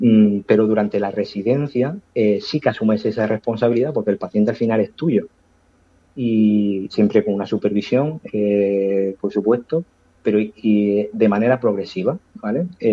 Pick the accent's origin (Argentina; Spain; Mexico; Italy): Spain; Abarán, Region of Murcia; now in Vega Baja, Spain; Yo soy murcianico, de un pueblo que se llama Abarán, que desde aquí le mando un saludo a todos mis paisanos. Pero vivo actualmente en la Vega Baja